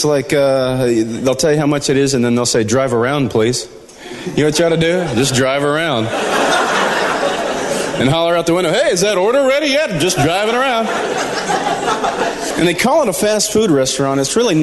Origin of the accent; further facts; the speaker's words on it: Nashville, Tennessee, United States